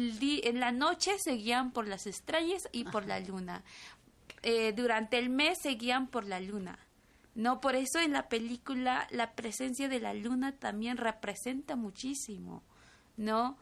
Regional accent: Chiapas, Mexico; first language Tzotzil; Spanish is a second language; mi lengua materna, mi primera lengua es tzotzil. Yo aprendí a hablar español hasta los 15 años.

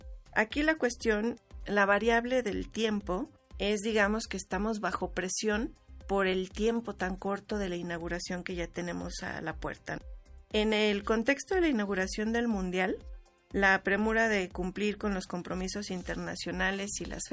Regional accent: Mexico; como mexicanos y mexicanas

